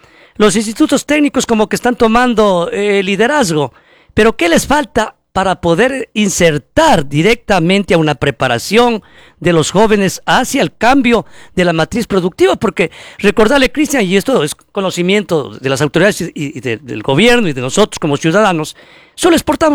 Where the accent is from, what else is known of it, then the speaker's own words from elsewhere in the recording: Ecuador; Porque nosotros como ecuatorianos y la parte de la región sur y ya en el país somos productores de minerales.